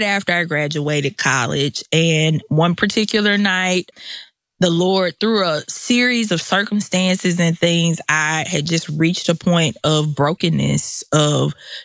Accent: Mississippi, United States; accent: Southern; I grew up in a little small missionary Baptist church, and I'm from Mississippi. Like I said, you hear the Southern accent

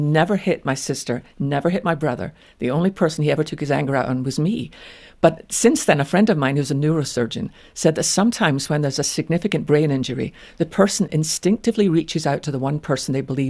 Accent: Scotland, United Kingdom; I'm Scottish and we use everything.

